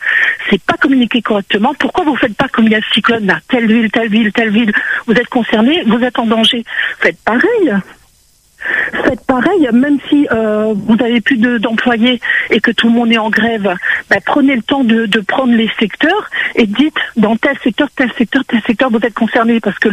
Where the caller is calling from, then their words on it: Le Tampon, Réunion; Je suis tamponnaise, j'habite au Dacy.